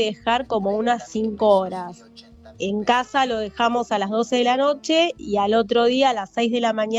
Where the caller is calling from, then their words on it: Haedo, Buenos Aires Province, Argentina; yo soy de Aedo